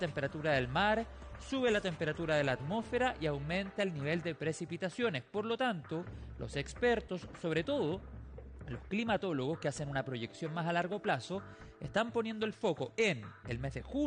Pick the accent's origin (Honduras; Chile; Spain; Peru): Chile